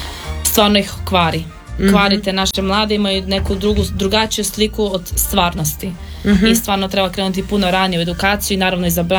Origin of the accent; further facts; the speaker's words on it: Krapina-Zagorje County, Croatia; accent: Zagorje dialect (Kajkavian); mi smo im rekli na zagorski, na našem dijalektu riječi